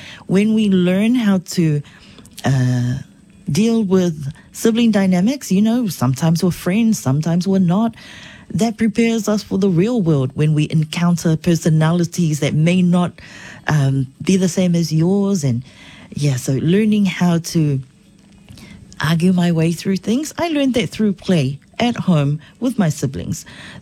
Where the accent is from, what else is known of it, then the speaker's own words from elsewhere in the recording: Niue; Growing up in Niue